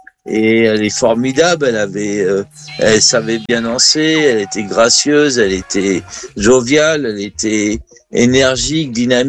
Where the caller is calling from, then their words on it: La Ferté-Alais, Île-de-France, France; La Ferté-Alais, c'est là où j'habite.